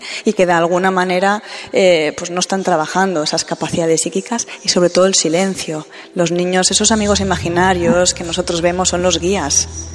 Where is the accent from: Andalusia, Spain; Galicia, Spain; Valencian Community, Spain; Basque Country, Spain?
Valencian Community, Spain; Valencia; Soy de Valencia. Pues estoy entre Madrid, Valencia